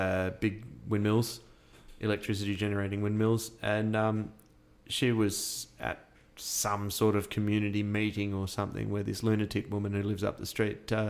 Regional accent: Sydney, New South Wales, Australia; born there

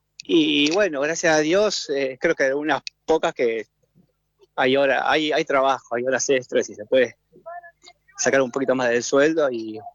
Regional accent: Pablo Nogués, Buenos Aires Province, Argentina; En Nogués, sí, hincha de San Miguel, pero soy de Nogués.

